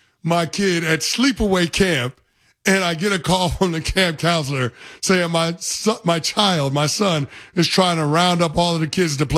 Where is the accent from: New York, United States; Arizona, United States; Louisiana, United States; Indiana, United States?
New York, United States; New York City; But we don't say that because I'm from the Bronx.